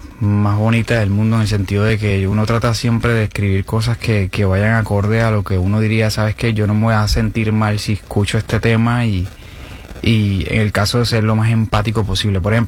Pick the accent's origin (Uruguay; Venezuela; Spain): Venezuela; Soy venezolano, voy para arriba, voy para adelante